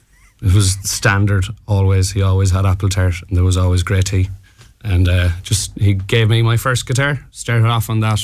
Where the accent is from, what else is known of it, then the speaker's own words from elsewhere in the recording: Ballinrobe, Connacht, Ireland; I'm from Ballinrobe, County Mayo.